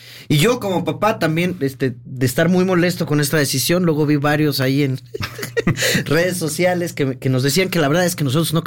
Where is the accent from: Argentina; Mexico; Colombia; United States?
Mexico; a todos como mexicanos.